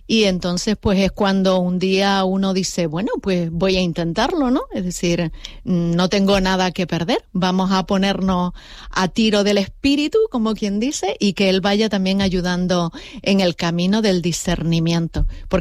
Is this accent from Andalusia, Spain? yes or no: no; La Palma, Canary Islands, Spain; moved away as an adult; now in Gran Canaria, Spain; Me vengo de La Palma, porque yo soy de La Palma.